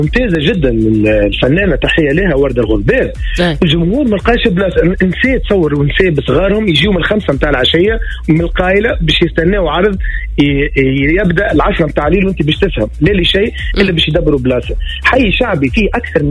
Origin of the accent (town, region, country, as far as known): Ettadhamen, Ariana Governorate, Tunisia